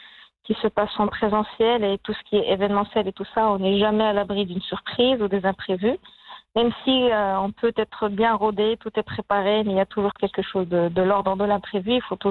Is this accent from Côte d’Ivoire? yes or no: no; Marrakesh, Marrakesh-Safi, Morocco; Et je suis de Marrakech, j'adore Marrakech, et aussi les membres fondateurs aussi de l'association qui gère et qui organise le festival, ils sont de Marrakech.